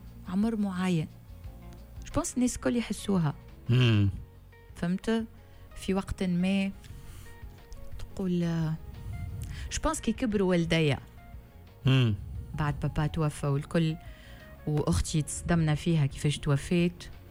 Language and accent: Arabic; Tunisia; moved away as an adult; now in France; انا تونسيه بروحي وبوجداني